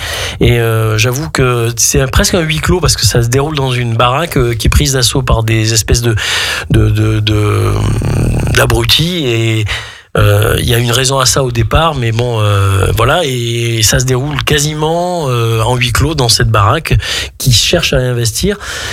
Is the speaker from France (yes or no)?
yes; France; en tant que Français.